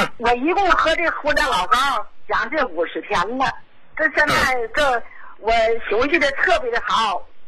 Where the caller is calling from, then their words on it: Tangshan, Hebei, China; 我是唐山的。